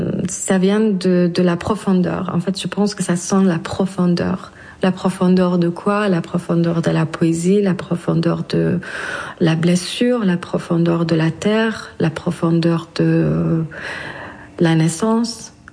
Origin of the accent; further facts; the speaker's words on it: Iran; Je viens d'Iran, donc en fait, ces cheveux étaient toujours un objet de débat, quelque chose de très tabou.